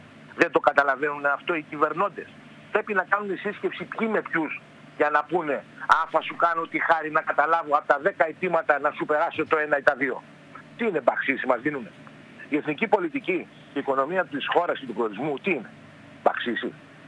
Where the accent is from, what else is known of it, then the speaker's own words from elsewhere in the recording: Kastellorizo, South Aegean, Greece; Είμαι και εγώ νησιώτης από το Καθελόριζο.